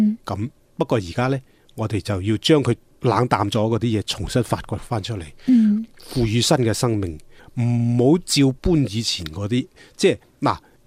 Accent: Lingnan, China; 所以我觉得佢系相当于留喺我哋岭南人嘅身上嘅血，佢冇可能冇嘅

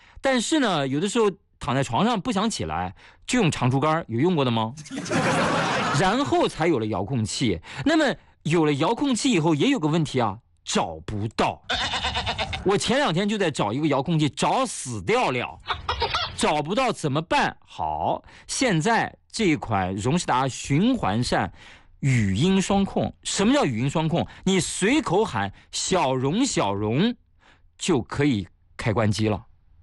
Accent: Shanxi, China; 我给大家推荐一个非常好的在暑假可以去的地方，那就是我的老家山西

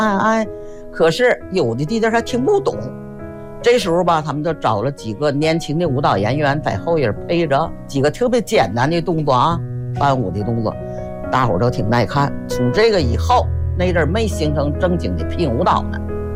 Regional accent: Tangshan, Hebei, China; 我们唐山人特别能吃苦，特别能战斗。

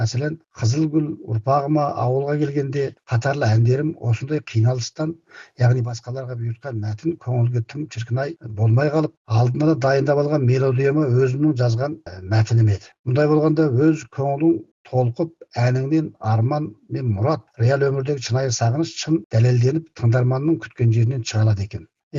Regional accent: Korgas County, Xinjiang, China; moved away; туған жерім Қорғас ауданындағы

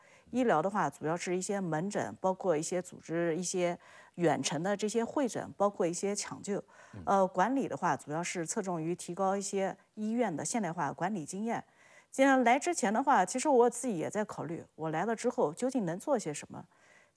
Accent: Jiangsu, China; moved away as an adult; now in Hainan Prefecture, Qinghai, China; 因为我本身是江苏人嘛，然后来到的地方之后的话，青海话我是没办法去交流的

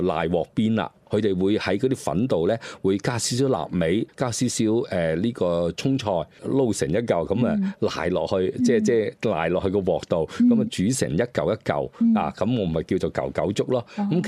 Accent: Guangzhou, Guangdong, China; 譬如我哋廣州，我哋食得比較鮮味、比較淡味啦。咁其實可以體現咗我哋廣州人其實就 冇乜脾氣嘅，其實啊，比較隨，比較包容，比較隨和嘅

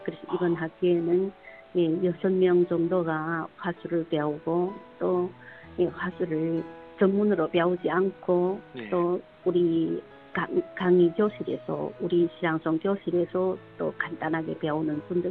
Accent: China; now in Beijing, China; 우리 조선족 랑송 애호가들이

